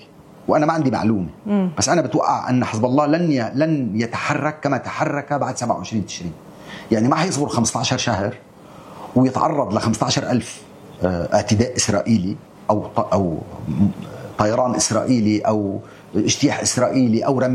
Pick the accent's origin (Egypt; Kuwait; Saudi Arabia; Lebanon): Lebanon; نحن كلبنانيين ما كان لنا علاقه بالحرب